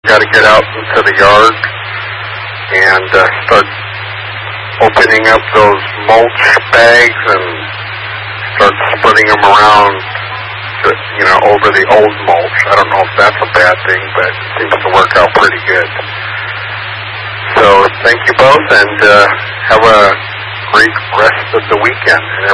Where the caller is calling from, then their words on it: El Dorado Hills, California, United States; … in El Dorado Hills, California, near Sacramento.